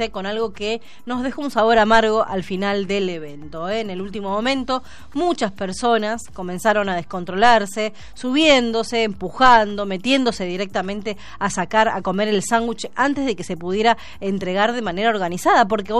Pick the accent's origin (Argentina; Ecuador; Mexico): Argentina; estas cosas que nos queda como argentinos